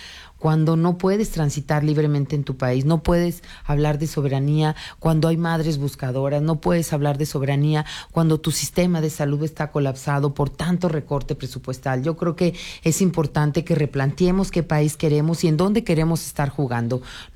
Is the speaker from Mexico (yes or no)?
yes; Mexico; A mí no me ofende como mexicana